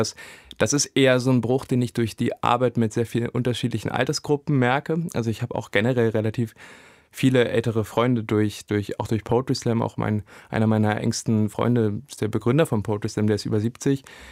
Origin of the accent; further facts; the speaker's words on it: Saxony-Anhalt, Germany; Ich komme aus Sachsen-Anhalt